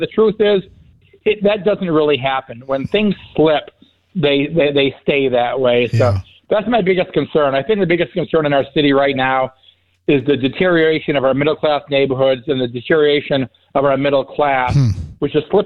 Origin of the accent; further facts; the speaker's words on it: Keene, New Hampshire, United States; I was born and raised in Keene. I was brought up here. This is my hometown.